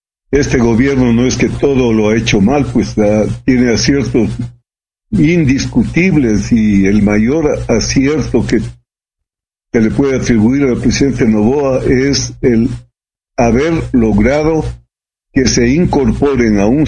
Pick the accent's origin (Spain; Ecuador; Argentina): Ecuador; no lo vamos a poder combatir como ecuatorianos solamente.